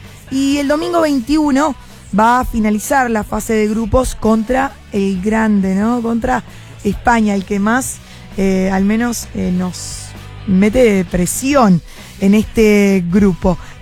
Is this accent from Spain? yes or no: no; Canelones, Uruguay; En mi pueblo, en Canelones